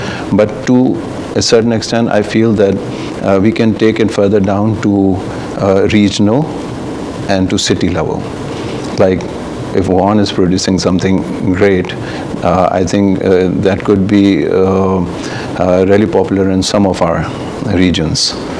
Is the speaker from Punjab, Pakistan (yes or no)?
no; Sindh, Pakistan; now in China; I knew that Hubei in 2021 signed a status with my province of Sindh, where I come from Pakistan.